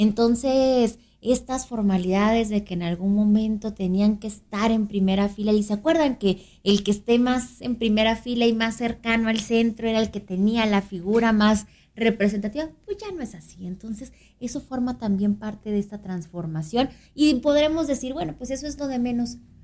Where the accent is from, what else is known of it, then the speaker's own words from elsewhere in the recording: Ciudad Juárez, Chihuahua, Mexico; yo soy hija del desierto, porque soy de allá de Juárez